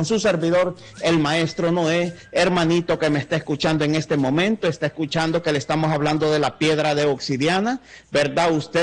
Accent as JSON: {"language": "Spanish", "town": "Talanga", "region": "Francisco Morazán", "country": "Honduras", "said": "No le voy a decir de qué barrio, pero sí soy de aquí de Talanga. Ya tengo 10 años de estar escuchando a Doña Alba"}